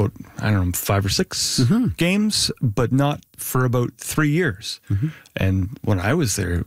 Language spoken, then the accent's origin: English; Pembroke, Ontario, Canada; now in Ottawa, Canada; Yeah, my family growing up was always CFL, CFL, mm-hmm. CFL. It was growing up in Pembroke, it was the Ottawa Rough Riders.